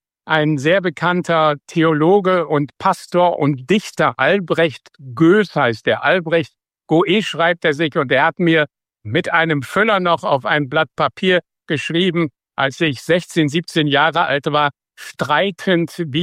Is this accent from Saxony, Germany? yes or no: no; Gronau, North Rhine-Westphalia, Germany; accent: Westphalian; moved away; also born or lived in Münster; Die Jugend habe ich natürlich vielfach, weil Gronau eine Kleinstadt ist, an der holländischen in Holland verbracht. Das war die Nachbarstadt Enschede, so heißt sie.